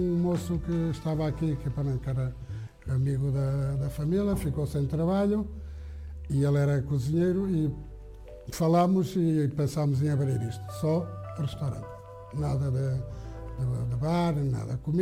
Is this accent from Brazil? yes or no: no; Ribatejo, Portugal; now in Andorra; Também gosto de ir à minha terra.